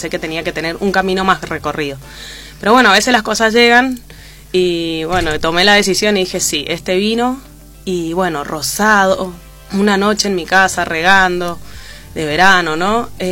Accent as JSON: {"language": "Spanish", "region": "Mendoza", "country": "Argentina", "tie": "born or raised there", "said": "como mendocina y el crecer también al lado de viñas y tener la propia parra en mi casa"}